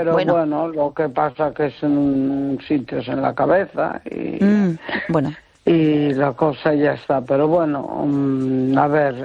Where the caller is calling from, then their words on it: Neda, Galicia, Spain; Hola, buenas noches, Esther.